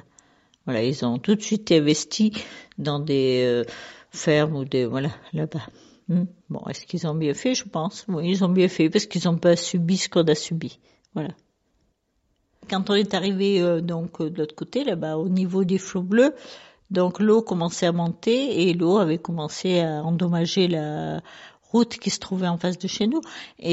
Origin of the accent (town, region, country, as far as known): Savines-le-Lac, Provence-Alpes-Côte d'Azur, France; born or raised there